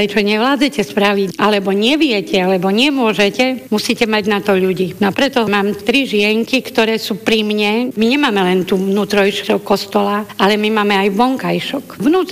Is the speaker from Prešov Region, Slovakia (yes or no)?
yes; Sedliská, Prešov Region, Slovakia; ja som vyrastala v susednej časti v Sedliskách, manžel v susednej obci Benkovce.